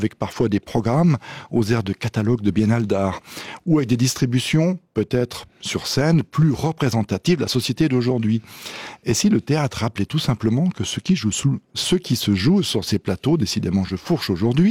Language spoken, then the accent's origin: French; New Caledonia